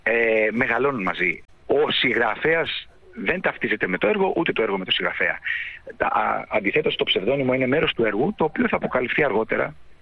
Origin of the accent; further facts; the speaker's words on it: Athens, Attica, Greece; Εμείς είμαστε πιο παλιά από τη Ρώμη.